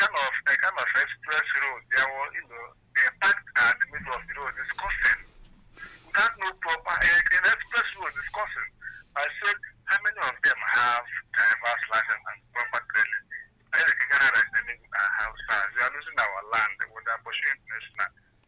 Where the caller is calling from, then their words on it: Iwollo, Enugu State, Nigeria; I'm calling from Iwolo, Ezeagu.